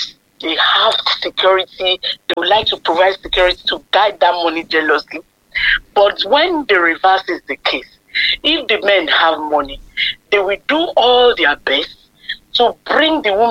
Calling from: Indonesia; calling from Indonesia.

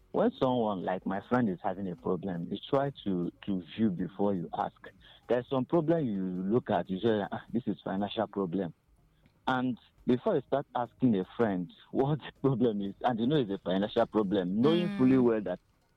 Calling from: Nigeria; I'm calling from Obolafo.

